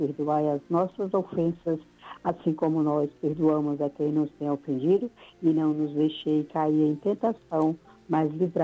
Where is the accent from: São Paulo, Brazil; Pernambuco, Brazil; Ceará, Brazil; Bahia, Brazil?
São Paulo, Brazil; Santo André; Não conheço, infelizmente não conheço a minha terra, porque eu vim daí, era criança, mas como fui criada em Santo André, aí nunca mais eu voltei.